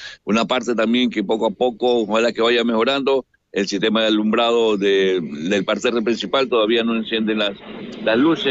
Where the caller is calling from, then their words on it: Sosote, Manabí, Ecuador